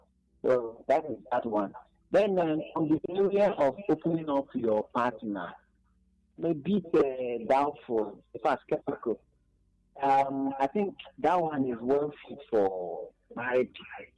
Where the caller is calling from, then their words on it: Isoko, Delta, Nigeria; I'm calling from Isoko, Mani, and a local community.